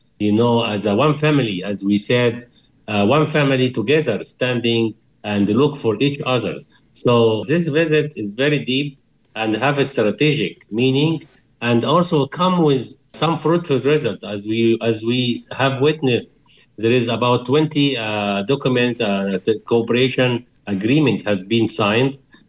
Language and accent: English; Egypt; English is a second language; You know, now Egypt is facing a very critical situation because we are under pressure from the Gaza war to Iran war, and our economy now is suffering